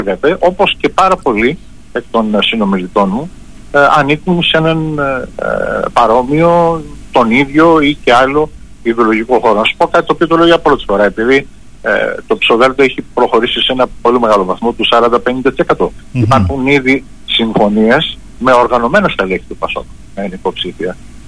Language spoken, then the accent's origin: Greek; Western Greece, Greece